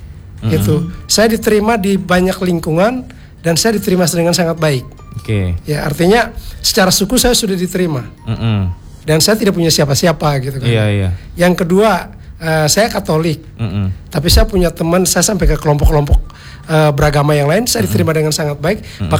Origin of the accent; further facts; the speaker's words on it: Flores, East Nusa Tenggara, Indonesia; moved away as an adult; now in Lampung, Indonesia; saya asli Flores ya. Saya 28 tahun di Lampung.